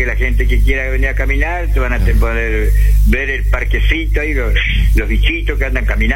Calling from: Entre Ríos, Argentina; Nosotros somos los entrerrianos, los argentinos, somos bien argentinos, gracias a Dios

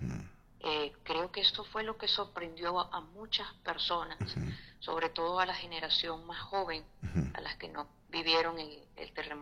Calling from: Aragua, Venezuela; Y en mi ciudad, que es el municipio Girardot

